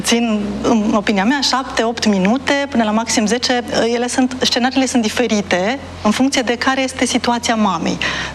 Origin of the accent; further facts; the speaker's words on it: Brașov, Brașov County, Romania; Aici în București este deja o maternitate, în Brașov, acolo de unde sunt eu, în Timișoara.